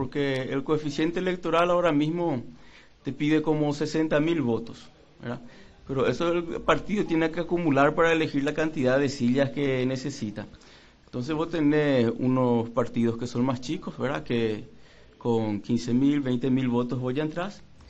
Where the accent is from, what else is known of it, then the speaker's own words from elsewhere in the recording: Brazil; De mi familia, entre toda mi familia, yo fui el que nací en el Brasil, por ende soy brasilero, estudié en el Brasil, pero me considero más un brasiguayo, ¿verdad? Uh-huh. Soy hijo de paraguayo, mi mujer es paraguaya, mis tres hijos son paraguayos y yo trabajo en el Paraguay, solo vivo en el Brasil prácticamente